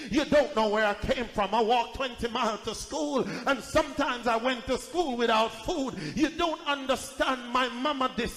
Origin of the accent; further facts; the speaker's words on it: Jamaica; I'm from Jamaica. I am the least likely person in my family.